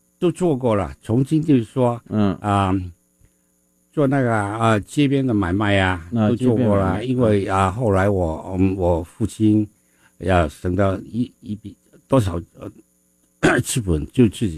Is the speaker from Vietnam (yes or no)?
yes; Vietnam; moved away as an adult; now in Washington State, United States; 我们从出生在越南